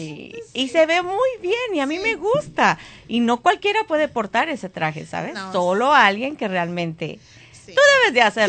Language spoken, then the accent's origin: Spanish; Mexico City, Mexico; moved away; es de donde yo soy, de la Ciudad de México